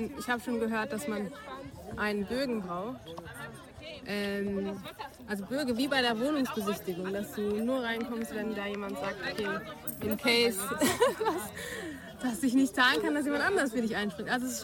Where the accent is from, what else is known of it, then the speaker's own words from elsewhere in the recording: Southern Germany, Germany; da wo ich herkomme oder wo ich aufgewachsen bin, im Süden von Deutschland, war ich auch immer die Einzige im Tennisclub.